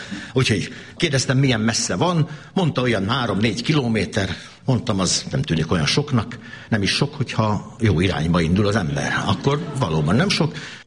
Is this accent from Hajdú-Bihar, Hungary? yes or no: no; Esztergom, Komárom-Esztergom, Hungary; born there; also born or lived in Zalaegerszeg / Kecskemét; now in Miskolc, Hungary; én ugye Esztergomban születtem, az egy jóval kisebb város, mint Miskolc, aztán utána Zalaegerszegen, Kecskeméten dolgoztam, azok már viszonylag nagyobb városok, de még mindig nem akkorák, mint Miskolc